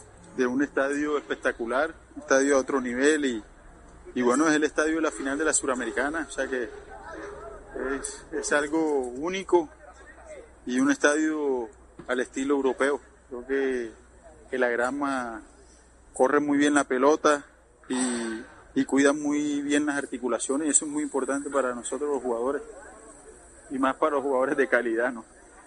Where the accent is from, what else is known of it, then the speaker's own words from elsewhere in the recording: Barranquilla, Atlántico, Colombia; soy barranquillero